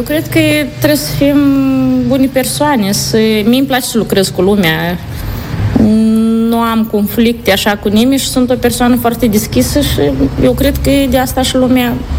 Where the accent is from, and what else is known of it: Moldova; moved away as an adult; now in Spain